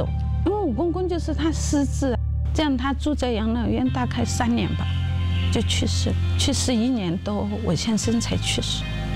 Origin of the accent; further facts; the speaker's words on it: Sichuan, China; moved away as an adult; now in Taiwan; 有我们四川老家的那种感觉